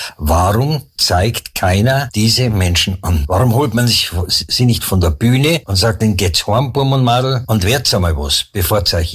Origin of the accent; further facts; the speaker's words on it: Munich, Bavaria, Germany; hallo Minga! Und schon haben wir das Stadtgründungsfest meiner Heimatstadt.